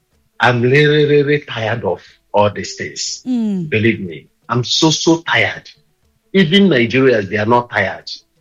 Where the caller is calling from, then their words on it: Sweden; here in Sweden, where I stay